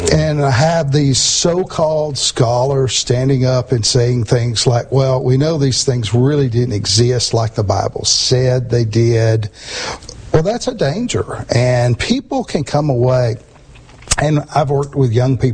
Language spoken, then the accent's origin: English; Georgia, United States; I know when I was a kid growing up in North Georgia, I used to love to dig things up in the yard.